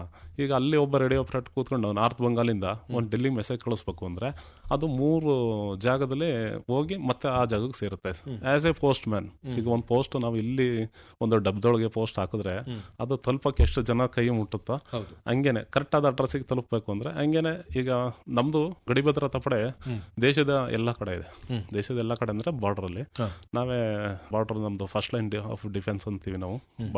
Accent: Hassan, Karnataka, India; ನಮ್ಮ ಹಾಸನ ರೈತರಿಗೆಲ್ಲ ಗೊತ್ತಾಯಿದೆ

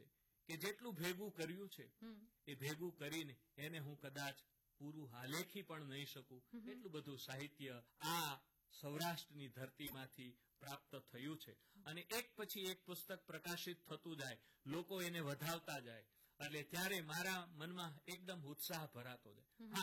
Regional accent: Sanosara, Gujarat, India; born there; also born or lived in Bagasara / Junagadh; મારું ગામ ચોટીલાની બાજુનું સણોસરા, અને એ પછી મને નોકરી મળી જૂનાગઢમાં

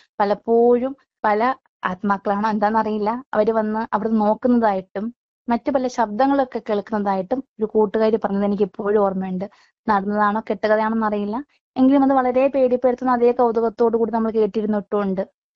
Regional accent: Kottarakkara, Kerala, India; ഞാൻ കൊട്ടാരക്കര സ്വദേശിനി ആയതുകൊണ്ട് തന്നെ എവിടെ പോയാലും നാട് ചോദിക്കുമ്പോൾ കൊട്ടാരക്കര എന്ന് പറയുമ്പോൾ ചേർന്ന് വരുന്ന ഒരു വാക്കാണ് ഉണ്ണിയപ്പം കൊണ്ടുവരാണ്.

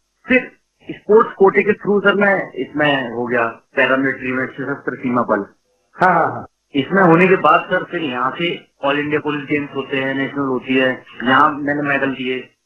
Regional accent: Agra, Uttar Pradesh, India; also born or lived in Etawah; Basically father police में थे, तो आगरा ऐसे यहाँ पर पापा की पोस्टिंग थी। हम बेसिकली इटावा के रहने वाले हैं, तो फिर यही हमारी सारी स्कूलिंग हुई है

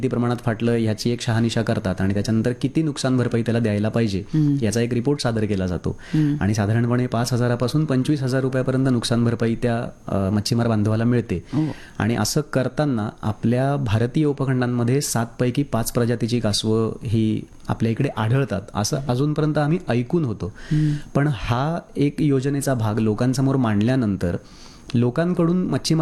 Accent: Ratnagiri district, Maharashtra, India; माझं गाव हे रत्नागिरी जिल्ह्यातलं आहे

